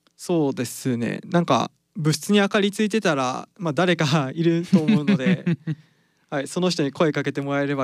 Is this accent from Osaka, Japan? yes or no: no; Toyama, Japan; あ、はい、あ、僕富山から来ました。